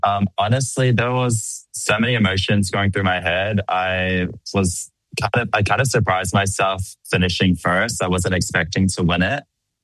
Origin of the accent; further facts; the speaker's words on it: Cook Islands; moved away as an adult; now in Sydney, Australia; I'm from the Cook Islands. I grew up there and I left when I turned 18. I'm currently living in Australia. I'm a hairdresser, so I moved overseas to pursue more opportunities.